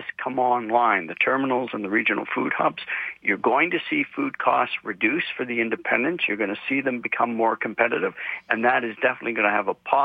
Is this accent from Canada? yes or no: yes; Canada; I'm saying as a Canadian